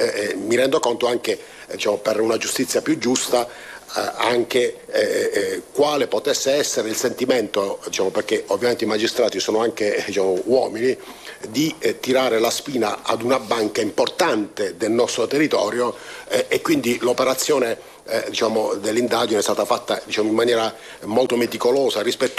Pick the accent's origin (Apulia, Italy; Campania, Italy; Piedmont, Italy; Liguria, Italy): Apulia, Italy; Bari